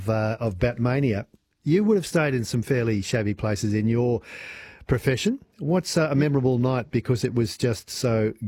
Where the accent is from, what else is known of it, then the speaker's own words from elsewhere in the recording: Sydney, New South Wales, Australia; You may not realise this, but I grew up in Sydney, Paul, and I came down to Melbourne, would have been in the late 80s, for a weekend with my then girlfriend, now wife.